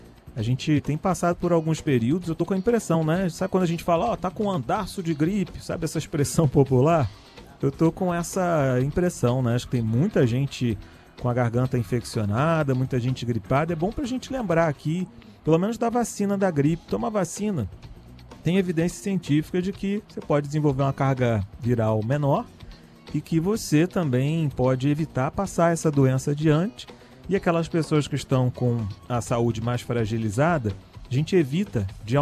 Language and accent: Portuguese; Niterói, Rio de Janeiro, Brazil; A Cláudia é de Niterói, é da minha terra, é minha conterrânea.